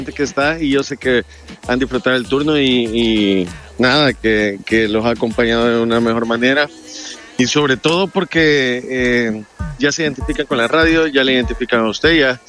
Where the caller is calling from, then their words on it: El Salvador; el miércoles ya estaría por ahí en El Salvador para regresar a la rutina